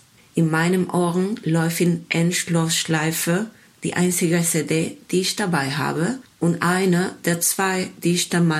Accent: Argentina; ich 25 geworden und habe meinen Geburtstag zum ersten Mal mit warmem Wetter gefeiert. In Argentinien, wo ich herkomme, wäre es Winter gewesen.

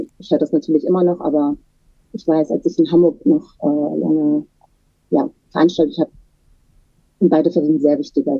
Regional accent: Turkey; Erstmal, ich bin ja selber Türkin und queer und natürlich interessieren mich diese Themen auch sehr.

